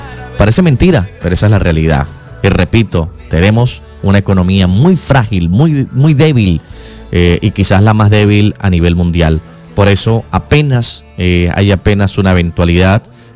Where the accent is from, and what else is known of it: Venezuela